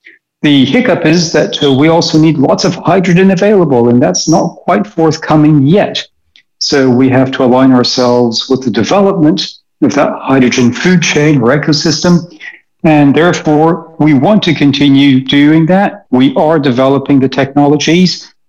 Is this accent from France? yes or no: yes; Toulouse, Occitania, France; they operate out of my hometown here in Toulouse, France.